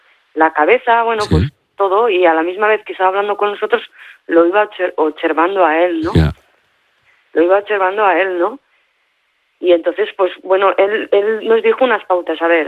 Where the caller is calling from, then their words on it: Barcelona, Catalonia, Spain; yo soy de Barcelona, ¿me entiendes? Y también he ido a colegios de pago